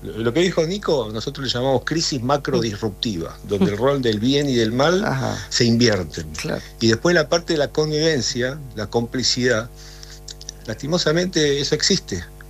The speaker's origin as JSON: {"language": "Spanish", "country": "Argentina"}